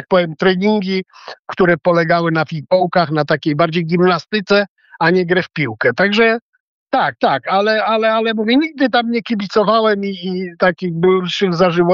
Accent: Białogard, West Pomeranian Voivodeship, Poland; moved away as an adult; now in Gdańsk, Poland; Ja z Białogardu pochodzę.

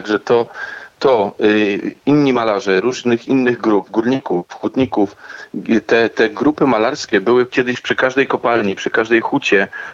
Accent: Ruda Śląska, Silesian Voivodeship, Poland; born there; first language Silesian; Polish is a second language; ja się urodziłem w Rudzie Śląskiej i tym moim pierwszym językiem serca takim jest śląski.

